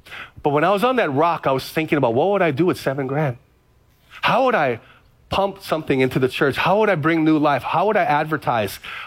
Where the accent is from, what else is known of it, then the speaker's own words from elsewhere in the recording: Big Island, Hawaii, United States; now in Kaneohe, United States; I'm from the Big Island, FBI. Kaneohe, I'm in Kaneohe, get plenty of rain.